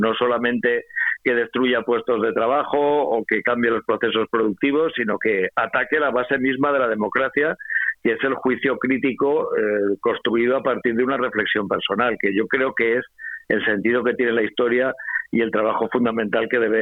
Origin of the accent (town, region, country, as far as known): Spain